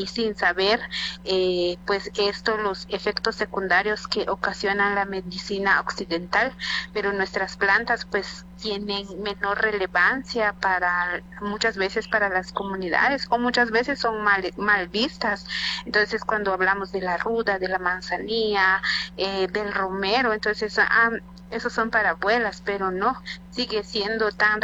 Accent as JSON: {"language": "Spanish", "town": "San Pedro La Laguna", "region": "Sololá", "country": "Guatemala", "said": "yo soy de San Pedro de la Laguna."}